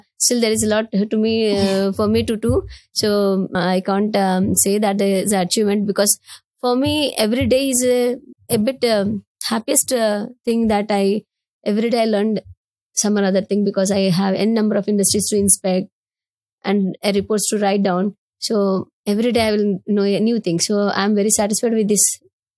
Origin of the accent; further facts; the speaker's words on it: Anantapur, Andhra Pradesh, India; we are from Rayalaseema area, because mine is native Anantapur.